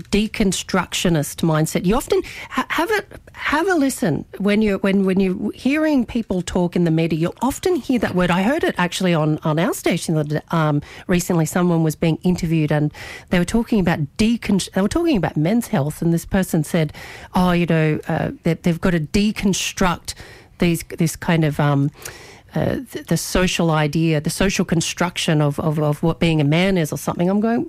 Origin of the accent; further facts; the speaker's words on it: Australia; born there; might not be ethnically Australian, but you can't put me in the immigrant category. I was born here in Australia. I didn't move from another country.